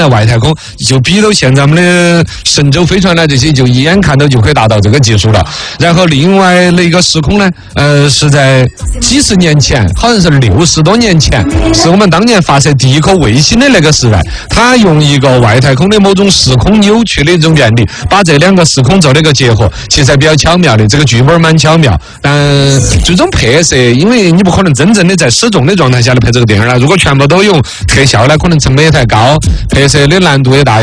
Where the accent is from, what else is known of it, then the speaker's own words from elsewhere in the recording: Chengdu, Sichuan, China; 我们成都人噻